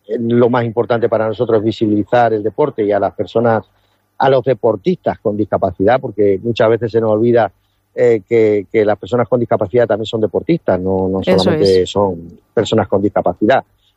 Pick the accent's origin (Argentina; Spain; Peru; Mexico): Spain; Puertollano, Castilla-La Mancha; porque somos de Puerto Llano, somos, como decimos, hechos de acero, una ciudad minera, que nuestros orígenes sabemos cuáles son, de dónde venimos, a dónde vamos